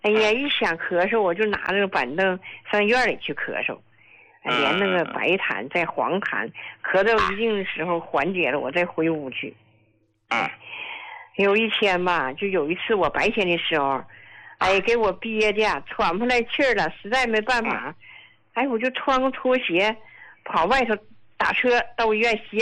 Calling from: Yingkou, Liaoning, China; 我是来自辽宁，就是营口的患者。

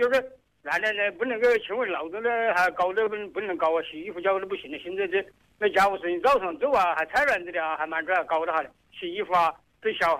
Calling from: Yingcheng, Hubei, China; 我应城人噻。

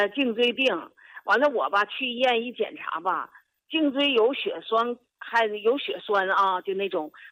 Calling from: Northeast China, China; 我这东北人呐、啊，咱们东北人说话吧，他就是直。

